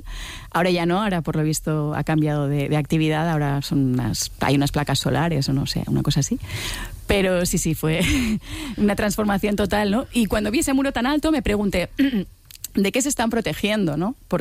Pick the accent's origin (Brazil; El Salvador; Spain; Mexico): Spain; Balearic Islands; now in Barcelona, Spain; Yo si soy mallorquina, si soy barcelonesa, siempre le he estado dando vueltas a esto.